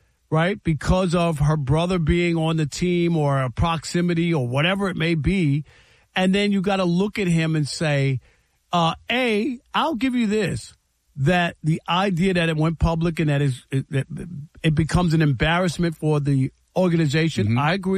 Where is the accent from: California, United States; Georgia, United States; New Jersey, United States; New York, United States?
New York, United States; born or raised there